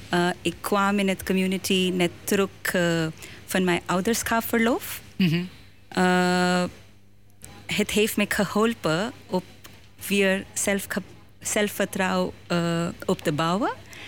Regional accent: India; Dutch is a second language; moved away as an adult; now in Netherlands; Ik kom uit India

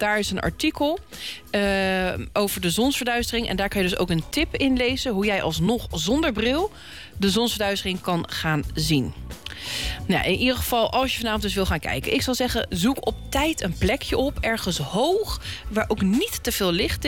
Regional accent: The Hague, South Holland, Netherlands; als Hagenezen, kunnen gewoon lekker hier de duinen in.

